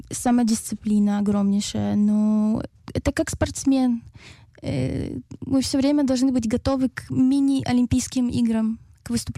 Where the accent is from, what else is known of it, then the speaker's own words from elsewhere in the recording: Ukraine; я из Украины